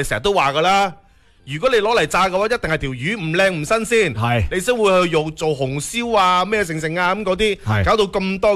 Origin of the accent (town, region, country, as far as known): Guangdong, China